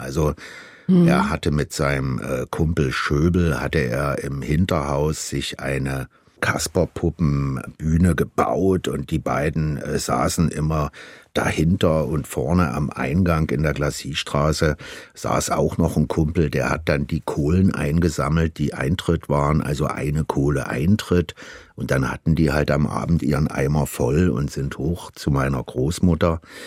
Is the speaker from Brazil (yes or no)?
yes; Brazil; Meine Eltern hatten in meiner Kindheit in Brasilien hatten die einen Dualplattenspieler mit 10 Schallplatten übereinander, die einzeln runterfielen.